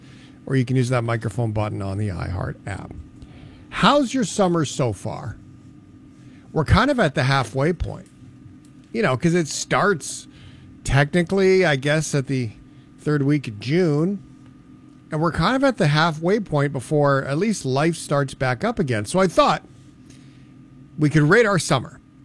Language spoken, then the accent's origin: English; Canada; as a Canadian, is there anything more disappointing then going through winter and then having a summer that never was and then it's winter again?